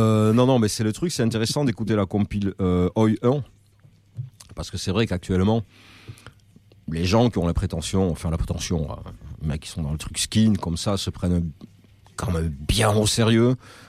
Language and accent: French; Nouvelle-Aquitaine, France; also born or lived in Bayonne; je viens du sud des Landes, et du sud-sud des Landes, autour de la Dour, quoi, et... Donc j'étais môme vers Haussegor, Cabreton, dans ce coin-là. Et on était tourné vers Bayonne, qui était la ville